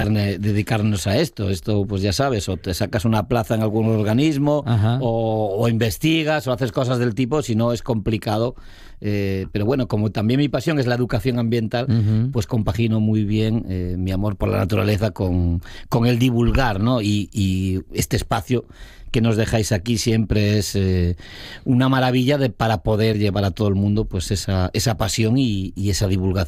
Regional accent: Noia, Galicia, Spain; yo sabes que soy originario de Galicia y un pueblo que tiene ría.

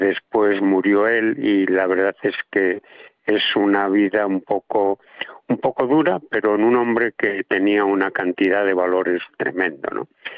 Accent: Pajares de Daja, Castile and León, Spain; la biblioteca matemática que he promovido en mi pueblo, un pequeño pueblo de la provincia de Ávila, Pajares de Daja, que está al lado de Adanero

